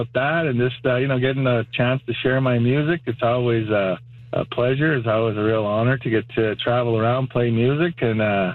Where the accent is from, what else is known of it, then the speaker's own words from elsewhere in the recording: Cluny, Alberta, Canada; I'm from Siksika Nation, Alberta, southern Alberta. It's we're the second largest reserve in Canada. It's, I grew up on the east side, a little place called Clooney, Alberta.